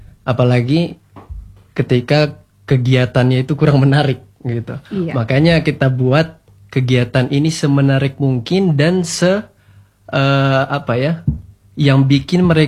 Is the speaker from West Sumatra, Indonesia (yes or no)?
yes; West Sumatra, Indonesia; now in Sumba, Indonesia; Asli saya dari Sumatera Barat.